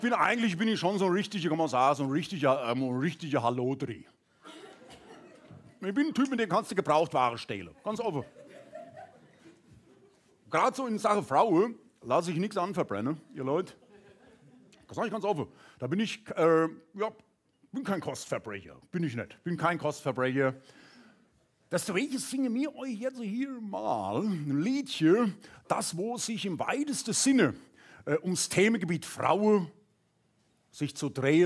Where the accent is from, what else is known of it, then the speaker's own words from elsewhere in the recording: Hesse, Germany; wie gesagt, ja, ist schon ein gefalleter Name. Ich komme aus dem Vogelsberg. Eigentlich kann man sagen, aus dem Epizentrum des Vogelsbergs, aus Schottenrhein-Rot-West.